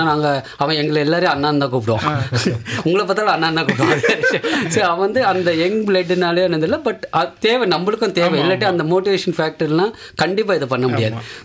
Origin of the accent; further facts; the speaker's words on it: Chennai, Tamil Nadu, India; நான் சென்னையில் பிறந்து வளர்ந்தேன்.